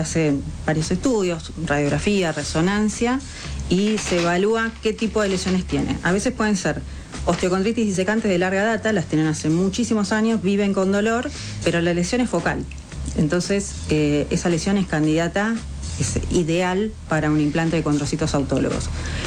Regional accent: Argentina; Yo soy fundamentalista argentina

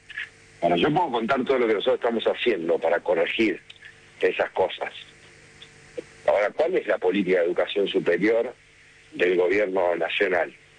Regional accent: Argentina

